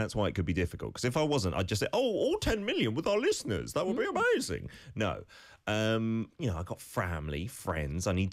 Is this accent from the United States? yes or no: no; United Kingdom; I am from the UK, home of … are often compared to … so that's one qualification I have. I'm British